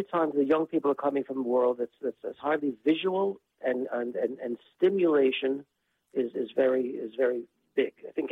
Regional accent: Brooklyn, New York, United States; because I'm a city slicker. I'm from Brooklyn, so you know, how do you know when when the sheep are pregnant?

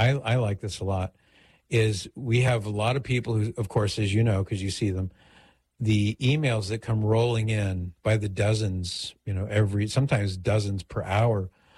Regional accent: Mission Viejo, California, United States; And that's just down the street from where I grew up in Mission Viejo

